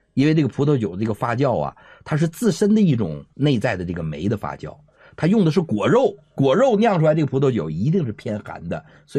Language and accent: Chinese; China; 喝什么酒才适合我们中国人的胃